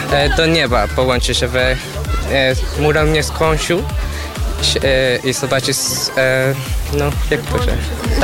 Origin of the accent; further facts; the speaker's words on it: Colombia; Polish is a second language; moved away; Nie, ja jestem z Kolumbii, ale bardzo uwielbiam sztukę z Ameryki